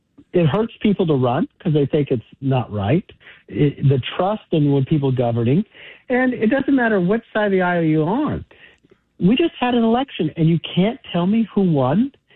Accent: California, United States; You know, in my years of growing up in California, this is the worst I've ever seen it.

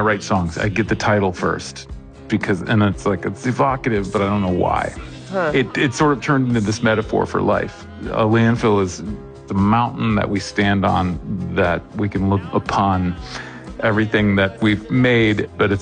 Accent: Illinois, United States; It was growing up in Illinois.

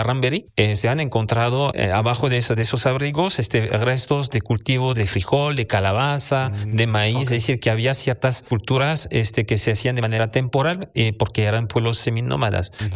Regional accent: Monterrey, Nuevo León, Mexico; para forjar un poquito mejor nuestra identidad como regios personas del noreste de México

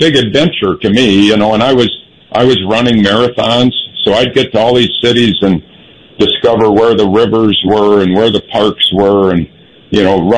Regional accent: Minneapolis, Minnesota, United States; I get to Northwest Airlines, my hometown. I'm back to Minneapolis, and I'm thinking, life is great.

